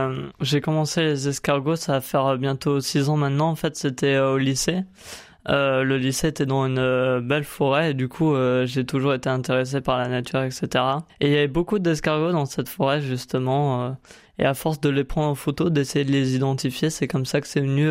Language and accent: French; Grand Est, France; moved away as an adult; also born or lived in Morlaix, Brittany; Moi j'ai fait un bac pro gestion des milieux naturels et la faune à côté de Troyes dans l'Aube, là d'où je viens.